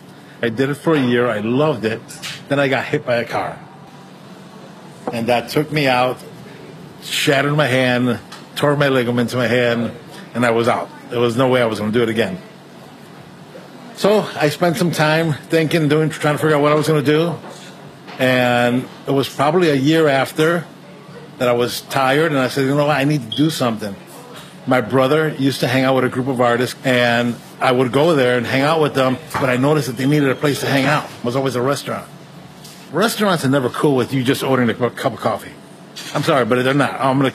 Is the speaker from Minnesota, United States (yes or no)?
no; Chicago, Illinois, United States; I grew up in the Little Village neighborhood here in Chicago until probably I was 13 years old. And then we moved to the south, farther south side of Chicago.